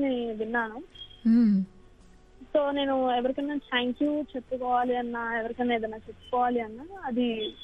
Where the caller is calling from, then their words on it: Hyderabad, Telangana, India; నేను హైదరాబాద్ నుంచి మాట్లాడుతున్నాను.